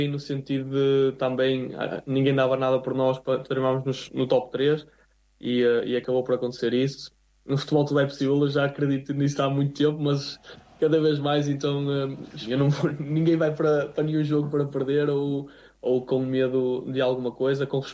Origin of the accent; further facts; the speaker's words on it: Portugal; para mim, enquanto português, ir lá a qualquer clube que fosse fazer um golo, é um sentimento de orgulho